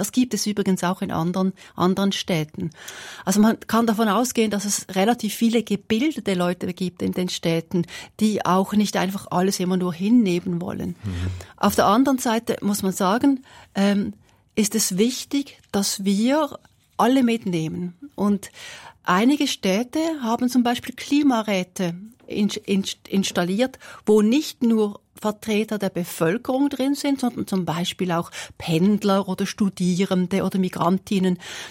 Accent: Switzerland; aber als Schweizer Mädchen ist es mir schon noch wichtig, auch ein wenig teilzuhaben, sozusagen an dem, was passiert im eigenen Land.

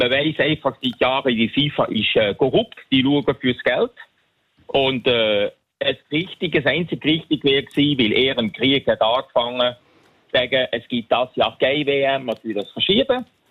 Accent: Netherlands; German is a second language; now in Switzerland; Und als Holländer schaue ich natürlich meine Holländer.

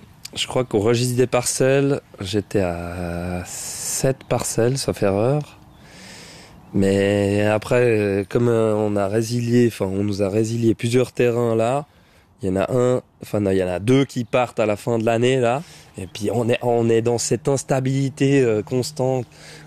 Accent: Versoix, Geneva, Switzerland; Je suis originaire de Versoix. J'ai grandi dans la cité.

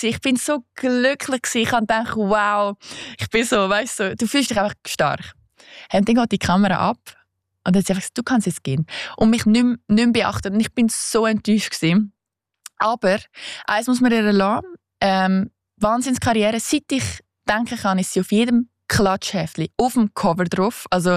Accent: Switzerland; weil wenn du so als Schweizer in den Tee gehst und keine Ahnung hast.

